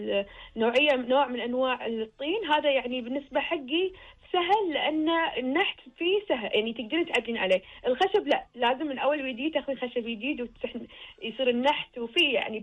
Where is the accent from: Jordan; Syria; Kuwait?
Kuwait; كوني انا من الكويت